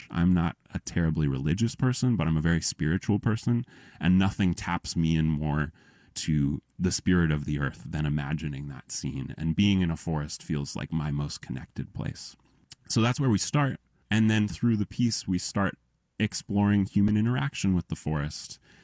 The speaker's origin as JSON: {"language": "English", "region": "Colorado", "country": "United States", "tie": "born or raised there", "said": "growing up in Colorado"}